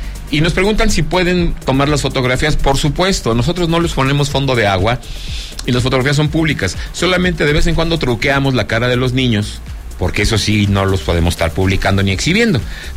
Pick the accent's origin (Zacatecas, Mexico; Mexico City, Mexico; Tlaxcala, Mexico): Zacatecas, Mexico; Mire, lo estamos manejando en mi tierra, Zacatecas, de la Feria Nacional de Zacatecas, que es hasta septiembre.